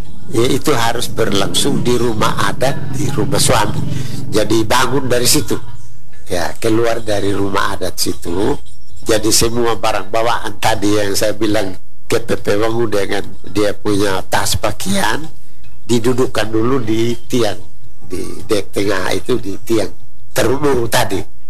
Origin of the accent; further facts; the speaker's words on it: Sabu, East Nusa Tenggara, Indonesia; kita sebagai orang Sabu.